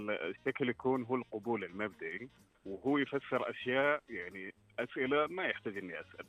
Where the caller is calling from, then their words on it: Khobar, Eastern Province, Saudi Arabia; من الخبر.